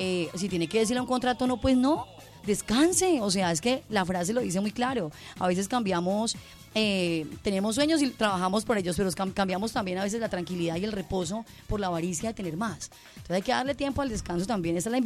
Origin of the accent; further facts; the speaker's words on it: Colombia; el cansancio de laburar, el rebusque de uno como colombiano y todo ese desgaste